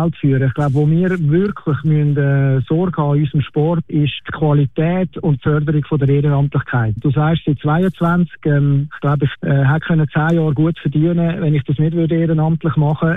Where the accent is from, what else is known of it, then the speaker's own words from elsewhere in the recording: Switzerland; ja, ich bin Schweizer.